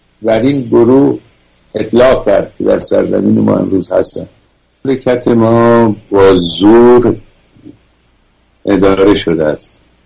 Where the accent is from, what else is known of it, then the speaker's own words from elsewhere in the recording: Iran; ما که ایرانی هستیم، تنان 2000 و فلان قد مدنیت داریم، پس چرا ما ذلیل شدیم، کشورمون از دست دادیم؟